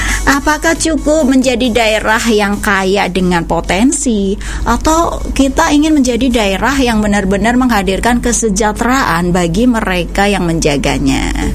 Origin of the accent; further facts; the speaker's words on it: Indramayu, West Java, Indonesia; kita semuanya sebagai warga Indramayu.